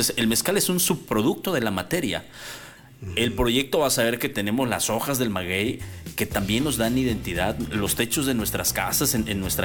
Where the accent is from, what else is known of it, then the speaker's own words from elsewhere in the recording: Puebla, Mexico; no solamente como poblanos, ¿no?, sino somos orgullosamente el municipio de Ecatepec